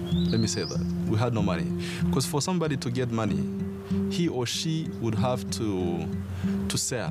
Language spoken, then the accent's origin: English; Rwanda; I was born and raised in Rwanda, but as a refugee